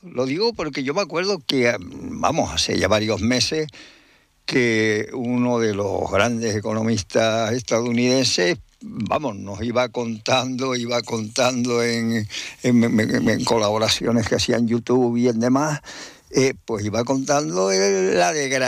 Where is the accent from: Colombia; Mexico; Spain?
Spain; Canary Islands; Vamos, nosotros canarios que nos decimos somos tricontinentales, europeos, pero somos europeos por la tradición y tal, la conquista de España al archipiélago.